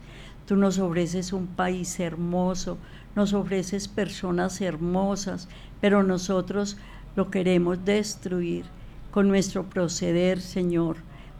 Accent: Colombia

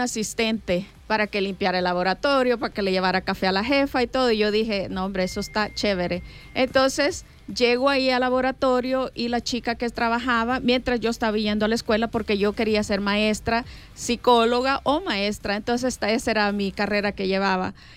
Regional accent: El Salvador; now in Los Angeles, United States; Cuando salimos de El Salvador, fue en el 84, fue algo muy duro para mí porque yo dejaba a mis abuelos, mi abuelita y mi abuelito, que siempre ellos estuvieron con nosotros, mis amigos de la escuela. Llego a Los Ángeles...

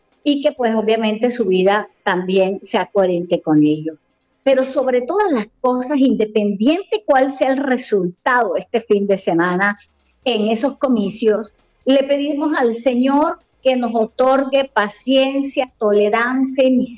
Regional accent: Colombia; nosotros los colombianos somos los que mantenemos esas paredes

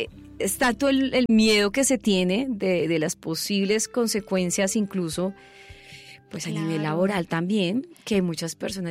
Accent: Colombia; así somos los colombianos.

